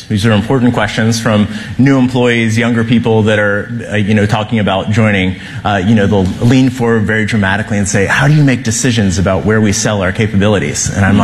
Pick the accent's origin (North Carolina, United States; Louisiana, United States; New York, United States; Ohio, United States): Ohio, United States; I'm from Ohio originally.